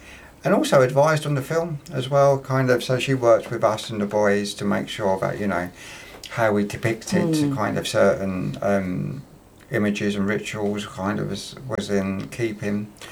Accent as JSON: {"language": "English", "region": "London", "country": "United Kingdom", "said": "because we're not from Luton. Imran and I are both from London."}